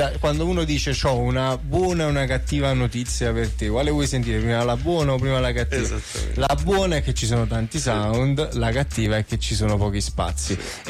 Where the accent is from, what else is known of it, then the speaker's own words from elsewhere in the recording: Naples, Campania, Italy; Io sono di Napoli